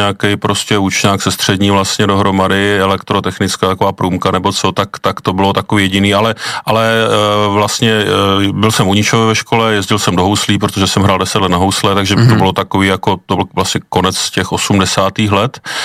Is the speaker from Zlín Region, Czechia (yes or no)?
no; Králová, Olomouc Region, Czechia; narodil jsem se kousek od Olomouce v takové malé jako dědince, která se jmenuje Králová, to je jako tam Úničova, Medlov, taková jako u lesa, dědina u lesa, takže kluk z dědiny, úplně regulérně ze vším všudy, dřevo, hospodářství, pole, slepice, prase, kolo